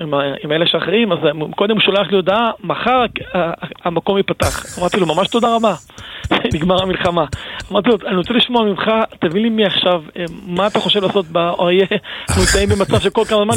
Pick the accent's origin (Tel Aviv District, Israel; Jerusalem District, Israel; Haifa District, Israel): Jerusalem District, Israel; Jerusalem; אני מירושלים.